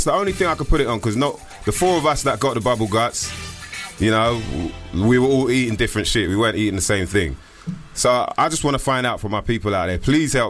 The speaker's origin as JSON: {"language": "English", "country": "France", "accent": "French", "second_language": "English", "said": "I pick up on my French accent, but they still don't understand me."}